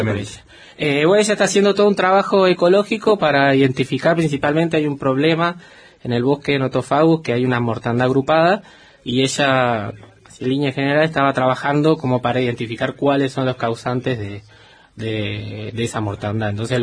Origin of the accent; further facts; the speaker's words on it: Buenos Aires, Argentina; moved away as an adult; now in Esquel, Argentina; Yo soy de Buenos Aires, me vine hace ya más o menos 13, 14 años. Yo estaba estudiando biología allá en Buenos Aires